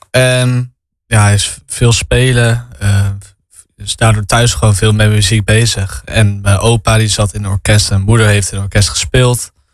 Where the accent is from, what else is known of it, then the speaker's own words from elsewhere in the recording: Culemborg, Gelderland, Netherlands; Ja, ik kom uit Culemborg. Het is echt wel een bluesstad.